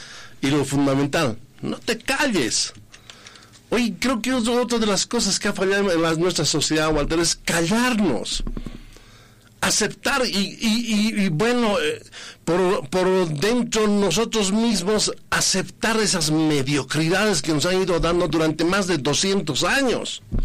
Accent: Potosí, Bolivia; yo estoy hablando por mi pueblo

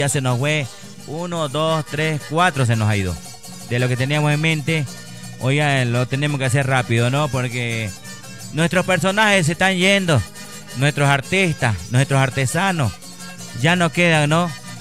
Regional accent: Vallegrande, Santa Cruz, Bolivia; Saludos a todos los agricultores, agricultor de mi tierra

